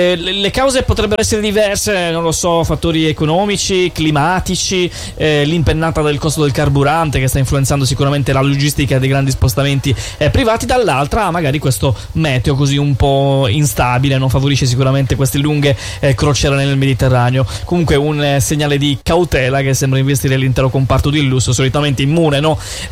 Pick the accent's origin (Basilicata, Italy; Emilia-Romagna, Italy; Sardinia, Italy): Sardinia, Italy; dalle nostre parti in Gallura